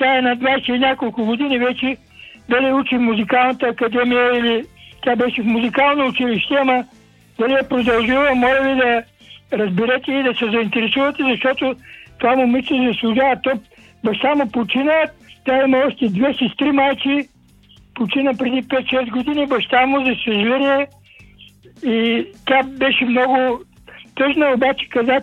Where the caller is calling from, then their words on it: Plovdiv, Plovdiv Province, Bulgaria; Обаждам се от Пловдив